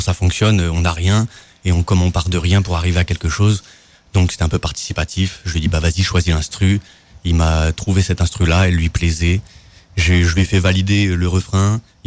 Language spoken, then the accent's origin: French; Normandy, France; c'est mon alter ego normand, parce qu'on vient de Normandie